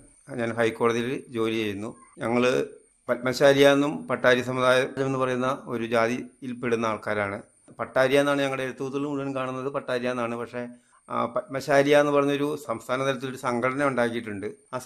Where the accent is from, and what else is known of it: Kerala, India; born there